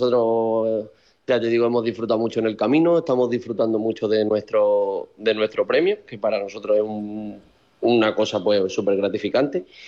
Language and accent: Spanish; Almadén, Castilla-La Mancha, Spain; yo como ya te he dicho, soy joven, vengo de la tercera generación, pero yo siempre estoy por quedarme en mi pueblo